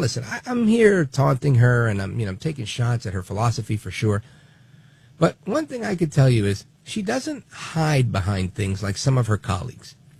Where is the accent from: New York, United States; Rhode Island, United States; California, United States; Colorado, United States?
New York, United States; Brooklyn; born there; my parents are from Puerto Rico. I was born in Brooklyn, but we have one big, happy Puerto Rican family.